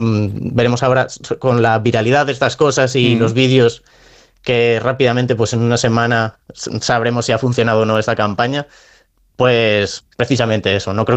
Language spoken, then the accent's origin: Spanish; Comillas, Cantabria, Spain; Bueno, yo soy de Comillas, que Santander nos queda lejos, pero el Racing claramente pues es el equipo de aquí de Cantabria